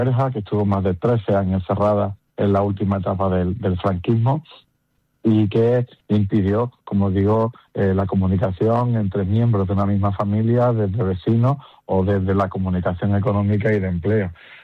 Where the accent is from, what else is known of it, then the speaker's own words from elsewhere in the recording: San Roque, Andalusia, Spain; o que hace que mi pueblo, San Roque, recupere, pues, 3 siglos después la comunicación con sus antepasados